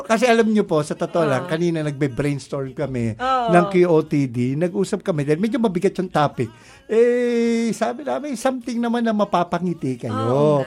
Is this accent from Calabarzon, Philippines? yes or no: no; Tondo, Metro Manila, Philippines; Yung ako sa amin sa Tondo, pabilisan ang pag-ubos ng tabako eh.